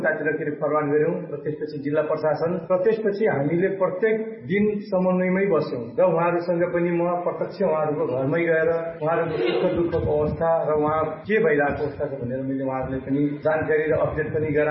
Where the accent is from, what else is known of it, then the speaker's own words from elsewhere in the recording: Tikapur, Sudurpashchim Province, Nepal; हाम्रो ward number 5 र त्यसमध्ये पनि मेरो आफ्नै गाउँ मणिकापुर